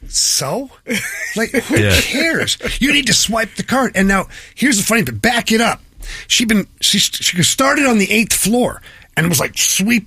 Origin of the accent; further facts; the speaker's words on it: St. Louis, Missouri, United States; I'm not from here. I'm from St. Louis